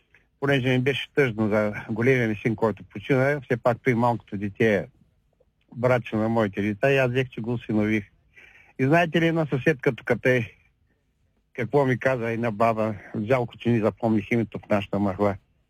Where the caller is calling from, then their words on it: Ruse Province, Bulgaria; аз съм от Русенско